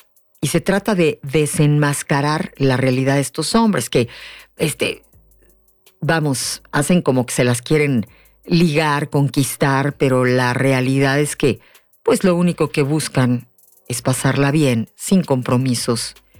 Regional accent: Mexico; las mexicanas muchas veces creemos

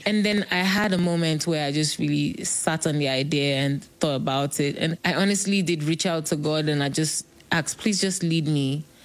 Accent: Nigeria; We come from Nigeria now. Who wants to be a musician?

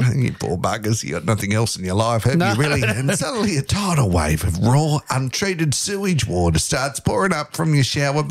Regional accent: Tasmania, Australia; moved away; back in my hometown in Tasmania

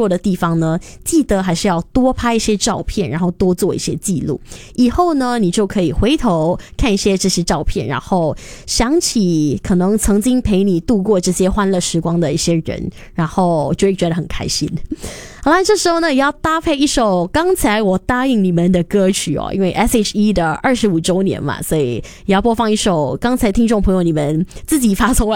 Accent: Singapore; 在新加坡长大的人

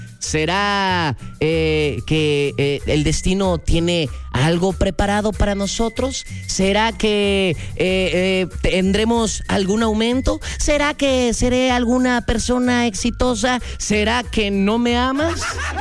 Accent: Mexico

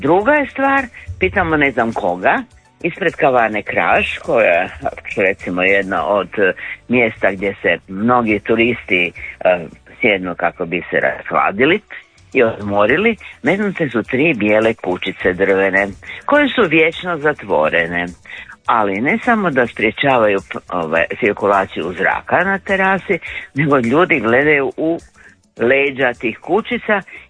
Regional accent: Zagreb, City of Zagreb, Croatia; born there; ja kao rođena Zagrepčanka sa 78 godina

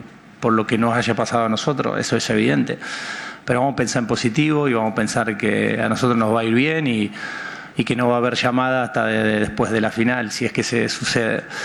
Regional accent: Argentina; de una selección como Argentina, de una selección que somos 45, 7 millones, 48, ¿cuántos somos? Y todos nos gusta el fútbol y todos somos entrenadores

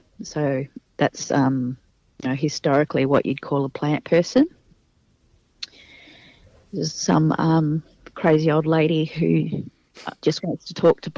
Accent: Australia; I grew up travelling all around Australia

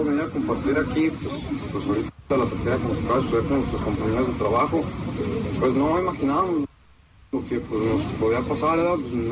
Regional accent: Guadalajara, Jalisco, Mexico; Somos originarios de Guadalajara los cuatro

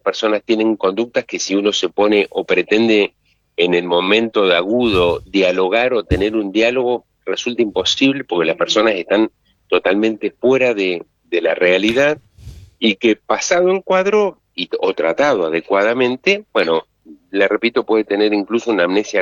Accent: Argentina

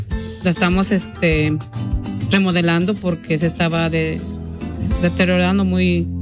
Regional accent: La Concordia, Guerrero, Mexico; now in Omaha, United States; Soy de la Concordia, Guerrero, México.

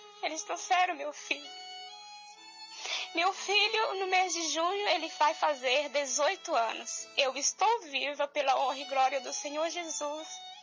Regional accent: Santo Antônio do Itambé, Minas Gerais, Brazil; sou de Santo Antônio do Itambé, Minas Gerais.

